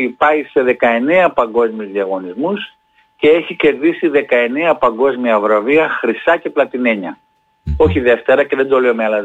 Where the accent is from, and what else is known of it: Heraklion, Crete, Greece